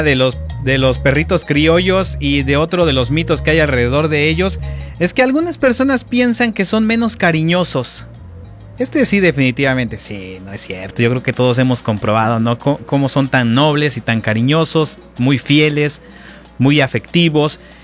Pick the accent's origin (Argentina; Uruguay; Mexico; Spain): Mexico; moved away; yo allá en el rancho, cuando era niño y vivía en el Gosco